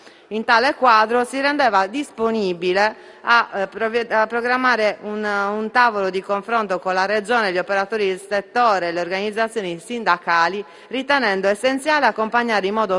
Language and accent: Italian; Sardinia, Italy; in Sardegna, nella mia terra